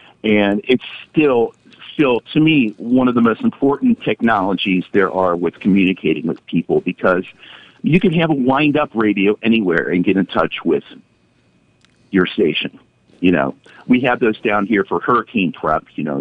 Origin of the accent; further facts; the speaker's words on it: Cincinnati, Ohio, United States; I grew up in Cincinnati